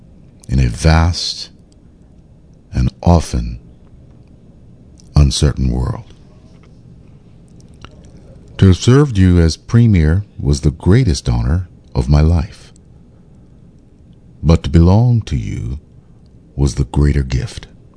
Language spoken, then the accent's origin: English; Bermuda; my heart has never known a home beyond these shores, and it never will. I was born in Bermuda, but more importantly, I was formed by her people